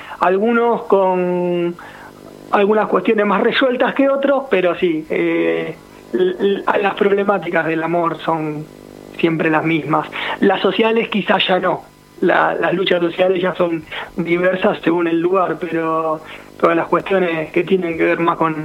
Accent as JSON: {"language": "Spanish", "town": "Villa Madero", "region": "Buenos Aires Province", "country": "Argentina", "tie": "born or raised there", "said": "Me crié en Villa Madero y sostengo Villa Madero."}